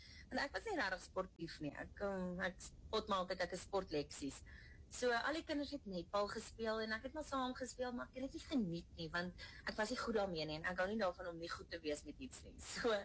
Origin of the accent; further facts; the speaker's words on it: Muldersdrift, Gauteng, South Africa; maar voor dit het ek maar op 'n plot in Mildersdrif groot geword. Ek was maar 'n plotkind, kaalvoet in die bos rondgehol.